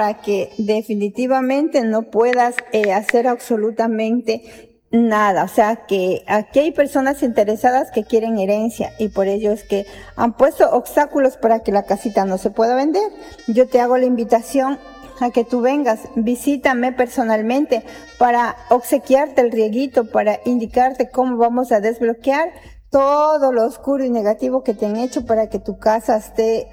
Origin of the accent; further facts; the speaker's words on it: Ecuador; Yo soy ecuatoriana, sí, soy ecuatoriana a mucha honra.